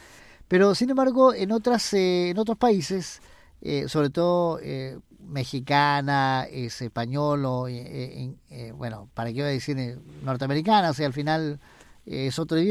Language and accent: Spanish; Chile; accent: Chilean